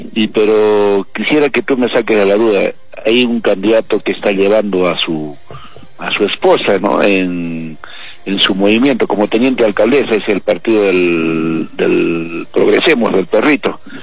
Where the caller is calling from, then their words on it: Arequipa, Peru; aquí llamo de Caima.